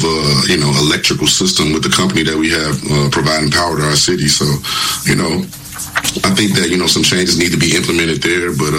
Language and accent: English; Gary, Indiana, United States; I grew up in Gary. Definitely a majority black city.